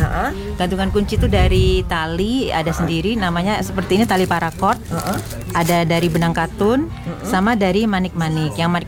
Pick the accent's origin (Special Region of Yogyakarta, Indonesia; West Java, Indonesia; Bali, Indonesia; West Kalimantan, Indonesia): Special Region of Yogyakarta, Indonesia; Saya asalnya dari Ambarukmo Catur Tunggal.